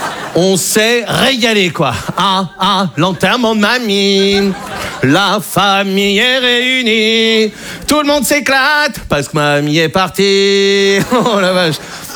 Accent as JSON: {"language": "French", "region": "Brittany", "country": "France", "said": "je suis breton, j'ai 20 ans."}